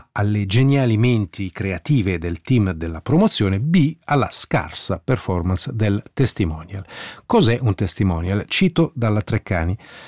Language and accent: Italian; Italian-speaking Switzerland, Switzerland; molti di noi che vivendo e crescendo nella Svizzera italiana degli anni 60-70